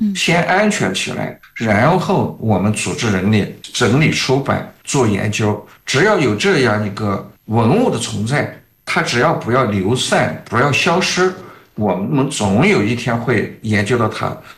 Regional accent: China; 我们作为侨乡人，我们作为中国人

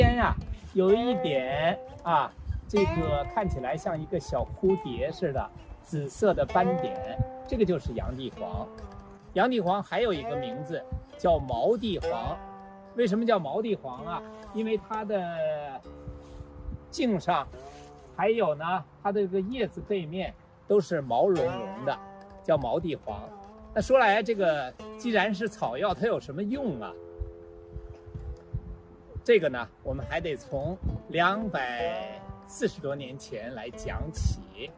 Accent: China

